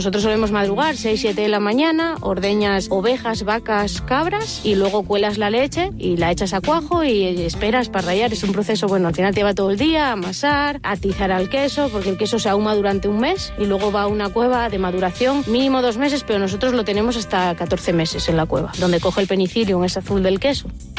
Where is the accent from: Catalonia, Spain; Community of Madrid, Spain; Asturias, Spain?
Asturias, Spain; Pola de Siero; born there; soy nacida en Pola de Siero, cerca de Oviedo. Venía de montaña, conocí a un pastor y me quedé.